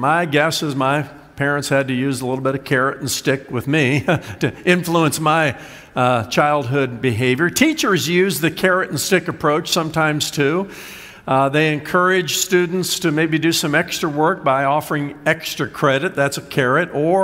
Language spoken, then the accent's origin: English; Indiana, United States; now in Virginia Beach, United States; growing up in Indiana, I remember that my parents had nicknames for us. Of course